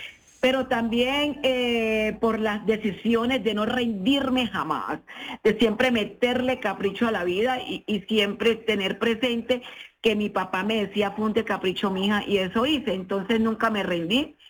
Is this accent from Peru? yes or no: no; Apartadó, Antioquia, Colombia; born there; mi pueblo, mi región de Urabá me vio nacer, apartado de Antioquia.